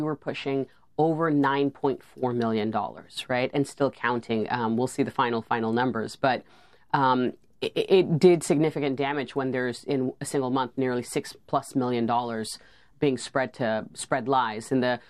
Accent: New York, United States; I'm an American through and through, born in New York, raised by Uncle Sam in the foster care system. And as an Afghan American, someone who is proud of my culture and heritage

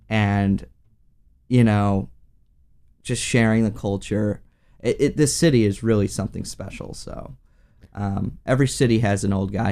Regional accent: Chicago, Illinois, United States; Being a Chicagoan is being resilient. So that's what I found out in my 22 years of life.

